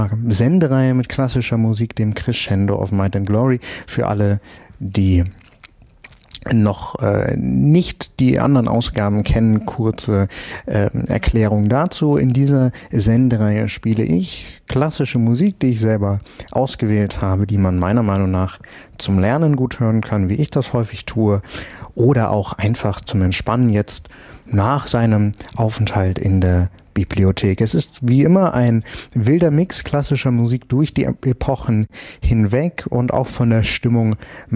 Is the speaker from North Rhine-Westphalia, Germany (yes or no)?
no; Bad Hersfeld, Hesse, Germany; ich war in meiner Heimat unterwegs und zwar bei den Bad Hersfelder Festspielen.